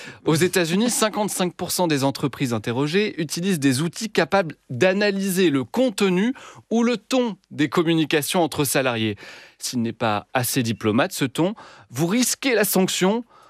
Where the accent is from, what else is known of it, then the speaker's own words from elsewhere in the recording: France; Chez nous, en France